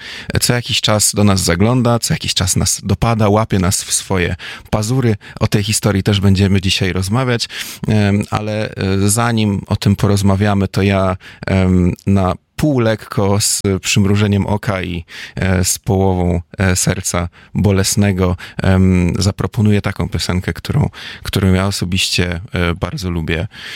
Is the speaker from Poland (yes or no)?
yes; Gdańsk, Pomeranian Voivodeship, Poland; German is a second language; now in Darmstadt, Germany; Ich komme auch selbst aus Danzig